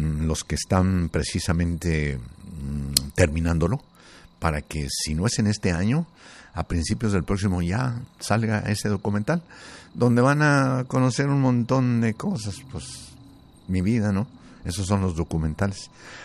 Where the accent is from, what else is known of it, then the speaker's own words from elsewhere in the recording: Zacatecas, Mexico; moved away as an adult; now in Los Angeles, United States; fuimos hasta Zacatecas, a filmar la casa donde yo nací, donde yo jugaba, el colegio donde yo estudié, donde hice la primaria, la secundaria, la preparatoria